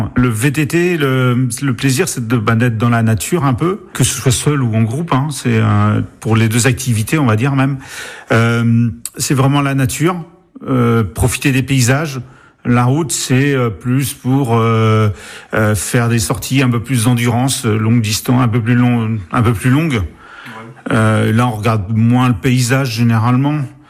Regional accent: Brittany, France; also born or lived in south of Ille-et-Vilaine / Côtes-d'Armor near Dinan; now in Pont-Péan, France; Je suis originaire de la région rennaise, on va dire.

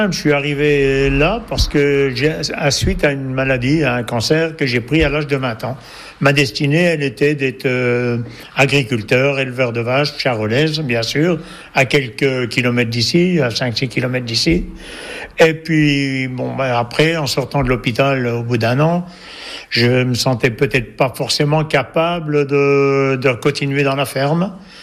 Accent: Couches, Bourgogne-Franche-Comté, France; Bon, je suis né à Couches, je suis resté à Couches.

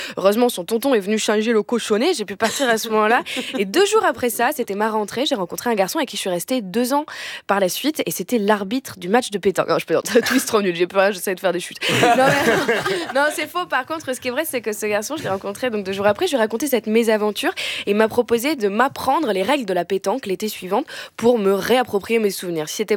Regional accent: Réunion; now in France; Moi, j'ai découvert la pétanque dans le sud de la France quand je suis arrivée de La Réunion.

